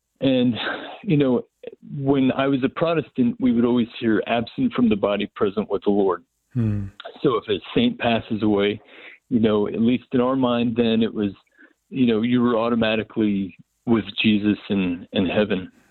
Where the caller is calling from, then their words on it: Kansas City, United States; I'm calling from Kansas City.